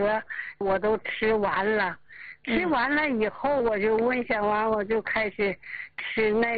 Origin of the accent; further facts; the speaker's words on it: Liaoning, China; moved away as an adult; now in Changchun, China; 我老家是辽宁的